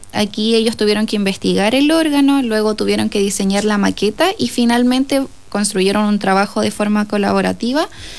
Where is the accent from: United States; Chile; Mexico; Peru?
Chile; Gorbea, Araucanía; Soy de Gorbea